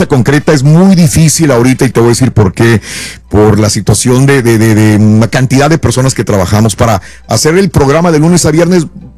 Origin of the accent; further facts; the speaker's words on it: Michoacán, Mexico; Yo soy de Michoacán y el peor error que hacen todas las carnitas es usar coca o naranja.